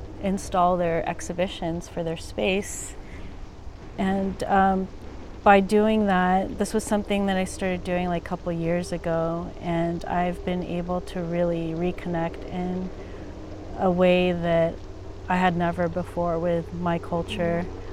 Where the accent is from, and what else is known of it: Philippines; also born or lived in New York / New Jersey / San Francisco; now in Oakland, United States